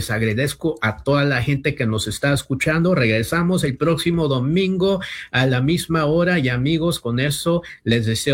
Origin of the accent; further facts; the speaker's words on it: Los Angeles, California, United States; born there; also born or lived in Oaxaca, Mexico; Yo personalmente soy mexicano, nací en Oaxaca, México, tuve la experiencia de ser inmigrante, humildemente crecí en el sur centro de Los Ángeles durante un tiempo, también no conté con los papeles y pues crecí en el sur centro de Los Ángeles.